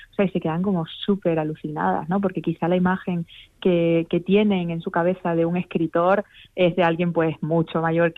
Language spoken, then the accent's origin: Spanish; Extremadura, Spain; eso que nos une a todos como extremeños.